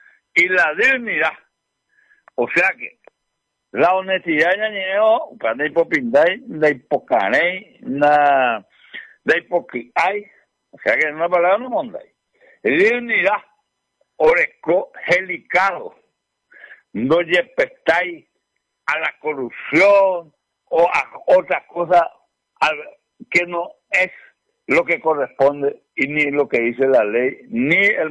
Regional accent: Paraguay; Hoy podemos decir, somos paraguayos

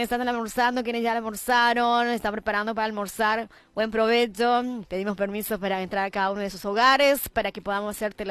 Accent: Paraguay; nuestra identidad paraguayo, nuestro idioma

